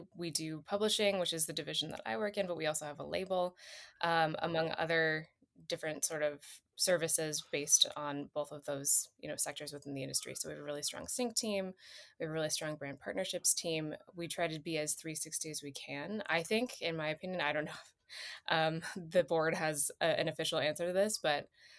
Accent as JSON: {"language": "English", "town": "Los Angeles", "region": "California", "country": "United States", "tie": "born or raised there", "said": "Yes, born and raised in the San Gabriel Valley of Los Angeles. So I've lived here most of my life."}